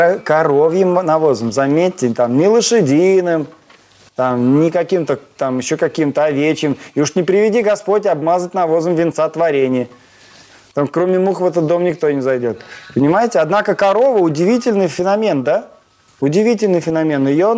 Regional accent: Astrakhan, Astrakhan Oblast, Russia; moved away; Я когда в Астрахани жил, я сам из Астрахани родом

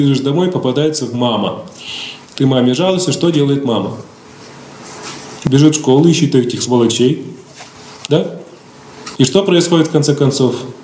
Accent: Komsomolsk-on-Amur, Khabarovsk Krai, Russia; Я вырос в Комсомольске-на-Амуре. Это город, который был построен на месте Амурлага.

